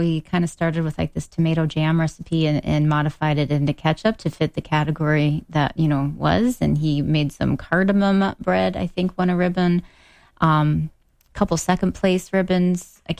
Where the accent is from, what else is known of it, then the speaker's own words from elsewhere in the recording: Spicer, Minnesota, United States; somebody had put a pin in Green Lake near Spicer, my hometown.